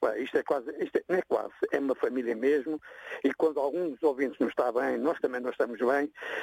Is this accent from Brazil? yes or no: no; Mozambique; born there; moved away; Isto na minha terra não é nada, amigo. Na minha terra são 50 graus.